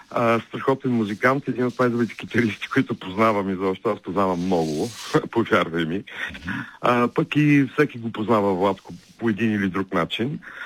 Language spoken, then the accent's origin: Bulgarian; Plovdiv, Plovdiv Province, Bulgaria; аз съм пловдивчанин.